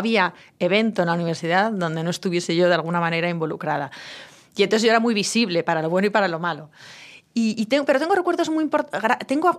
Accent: Pamplona, Navarre, Spain; yo tenía 18 años, y a 18 años, y un sitio como Navarra, bueno, pues te condiciona mucho, te conoce todo el mundo, un sitio como Pamplona, una ciudad pequeña, te conoce todo el mundo

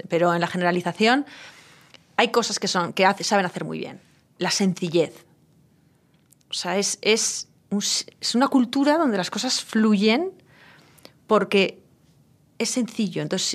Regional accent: Spain; a los españoles nos cuesta entender

